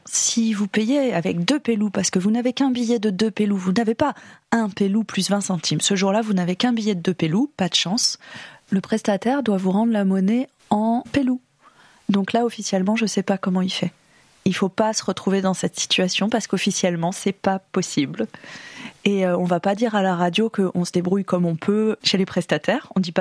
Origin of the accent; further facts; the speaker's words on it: Glanges, Nouvelle-Aquitaine, France; Donc moi je suis de Glange, donc de la communauté de communes Briens-Sud-Haute-Vienne